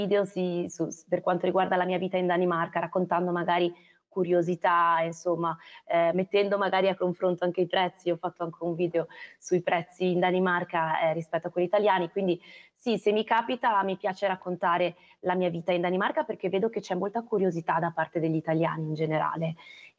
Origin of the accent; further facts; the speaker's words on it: Genoa, Liguria, Italy; also born or lived in Milan; now in Denmark; Io peraltro sono originaria di Pra, perché i miei genitori abitano a Pra